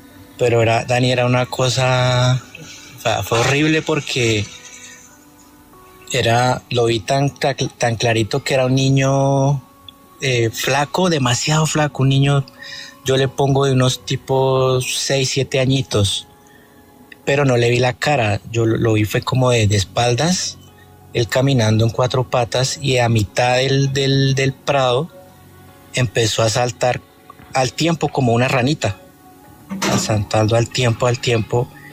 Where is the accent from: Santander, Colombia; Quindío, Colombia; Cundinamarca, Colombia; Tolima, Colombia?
Cundinamarca, Colombia; Tabio; Eso fue en el año 2011, en Tabio. Yo soy de Tabio.